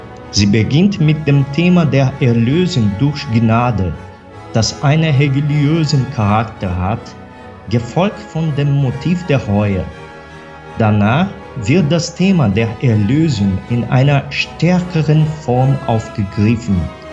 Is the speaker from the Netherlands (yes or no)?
no; Brazil; ich bin Brasilianer.